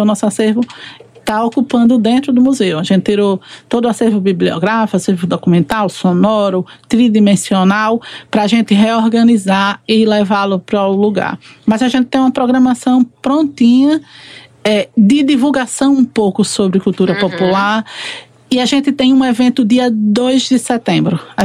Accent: Sergipe, Brazil; born or raised there; moved away

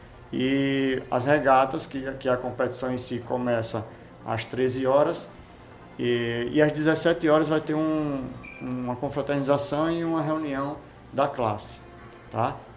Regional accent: Maceió, Alagoas, Brazil; Eu nasci, sou natural de Maceió, né?

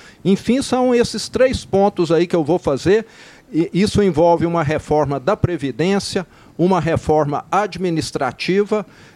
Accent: Minas Gerais, Brazil; Então, eu estou no caminho certo, muito tranquilo, sereno, como um bom mineiro do interior.

